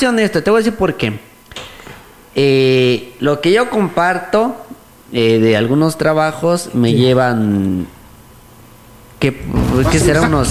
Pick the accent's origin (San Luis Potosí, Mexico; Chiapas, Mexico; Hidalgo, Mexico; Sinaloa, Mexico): San Luis Potosí, Mexico; yo vengo de donde vengo, zona media.